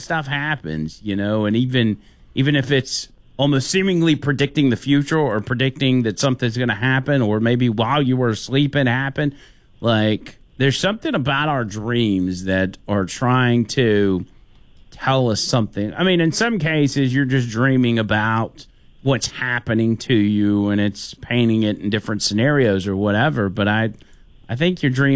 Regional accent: Remlap, Alabama, United States; my hometown of Rimlap, Alabama

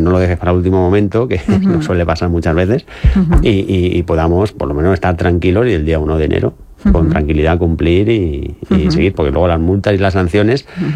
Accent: Aspe, Valencian Community, Spain; Estamos en ASPE porque somos de allí, somos de ASPE

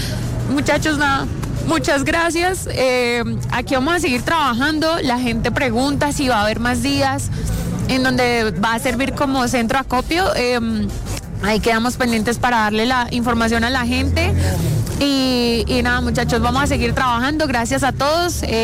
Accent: Colombia; Nos define como personas, como colombianos que somos, y nos llena el alma.

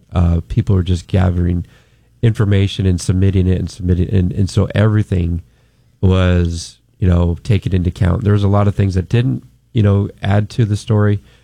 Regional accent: California, United States; I was born and raised here in the Central Valley. So yeah, I've got strong roots here

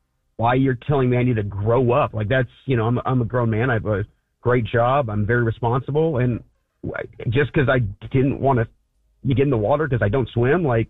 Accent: Indiana, United States; moved away as an adult; now in Florida, United States; I grew up in Indiana, and we didn't have a pool or anything.

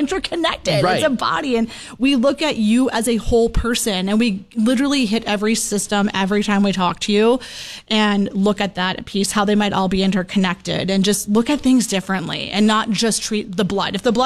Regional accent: Ashley, North Dakota, United States; So I'm from Ashley. My family's owned a John Deere implement my whole life.

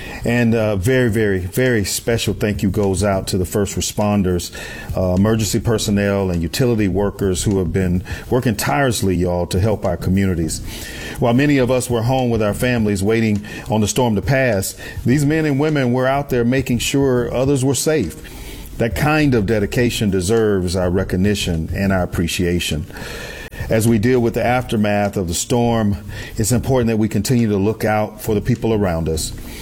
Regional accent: Riviera Beach, Florida, United States; my hometown of Riviera Beach.

